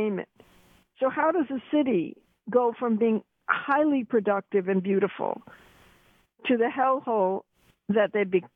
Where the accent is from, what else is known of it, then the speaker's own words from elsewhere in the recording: New York City, New York, United States; now in Oakland, United States; I grew up in New York City